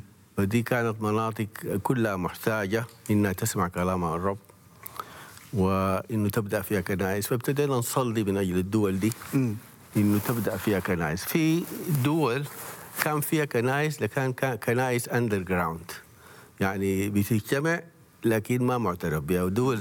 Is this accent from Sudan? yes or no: yes; Sudan; فنحن عندنا مسؤولية كسودانيين